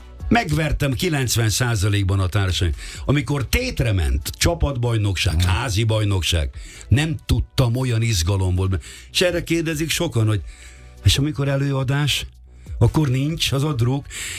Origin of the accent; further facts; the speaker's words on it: Budapest, Hungary; És hát ott nőttem föl, ott voltam tag